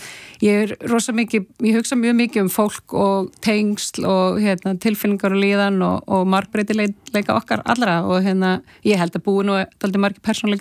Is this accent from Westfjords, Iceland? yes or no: yes; Westfjords, Iceland; kannski líka sveitastelpan í mér að hérna ég er alveg upp í Trygglsvík og Ströndum